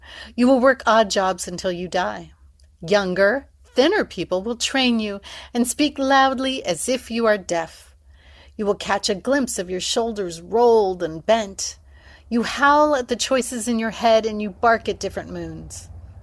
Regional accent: Whittier, California, United States; also born or lived in Montebello, California; now in Orange County, United States; Oh, I'm from Whittier. I'm born in Montebello, but raised mostly in Whittier.

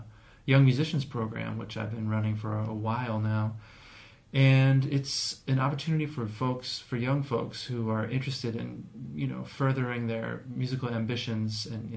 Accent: Berkeley, California, United States; moved away as an adult; I'm just a Bay Area person. I grew up here in Berkeley and moved away for a while, did some things in different parts of the country. But I'm back here

